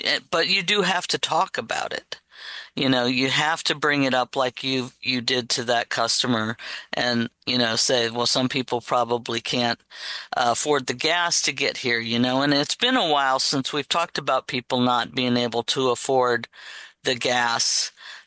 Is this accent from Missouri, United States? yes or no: yes; Missouri, United States; now in Columbia, United States; growing up in Missouri.